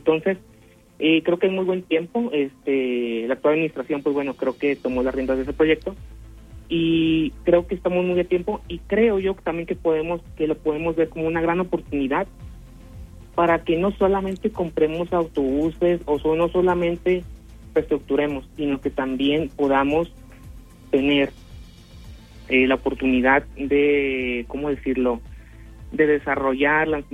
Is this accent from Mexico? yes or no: yes; Comarca Lagunera, Mexico; moved away; el que esté lejos de mi tierra, pues no significa que sea ajena a ella.